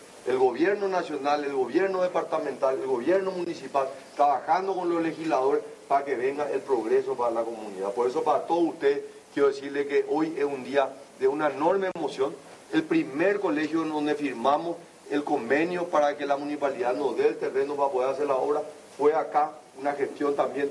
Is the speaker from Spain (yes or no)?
no; Paraguay; Y yo estoy orgulloso como paraguayo